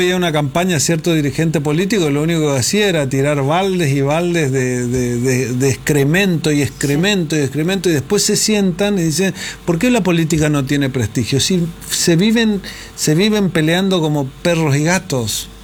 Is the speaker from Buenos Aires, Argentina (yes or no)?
no; Corrientes, Argentina